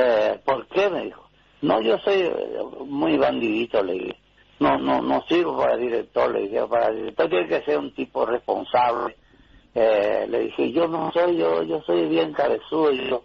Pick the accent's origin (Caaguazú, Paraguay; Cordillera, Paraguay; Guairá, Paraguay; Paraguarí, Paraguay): Cordillera, Paraguay; San José de los Arroyos; Entonces, casi yo me crié en San José porque tenía más amistades aquí en San José, mi familia, mi papá, ¿verdad?